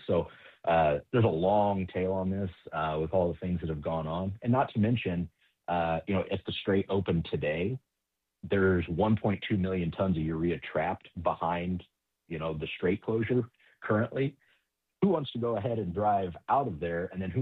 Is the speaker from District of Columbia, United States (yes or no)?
no; Gibson City, Illinois, United States; now in Bloomington, United States; I'm actually based in Bloomington, but my hometown is Sisson Park, Illinois.